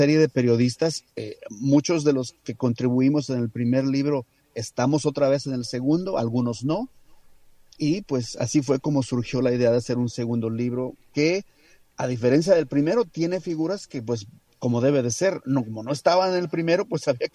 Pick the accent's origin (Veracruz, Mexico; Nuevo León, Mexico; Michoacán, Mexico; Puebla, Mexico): Veracruz, Mexico; Xalapa; cuando escuché este tema que se llama … allá en mi tierra, en Xalapa, Veracruz